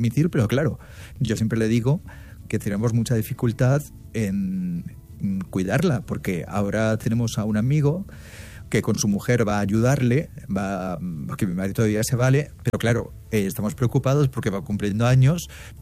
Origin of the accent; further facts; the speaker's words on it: Castilla-La Mancha, Spain; now in Madrid, Spain; Somos de Castilla-La Mancha. No me gustaría decir la ciudad. Entonces, tenemos un problema. Yo vivo en Madrid